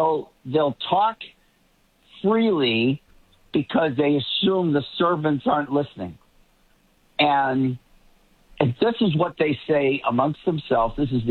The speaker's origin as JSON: {"language": "English", "town": "Boston", "region": "Massachusetts", "country": "United States", "accent": "Boston", "said": "Now, I'm a little sensitive to it because, as you know, Mark, I've lost my accent."}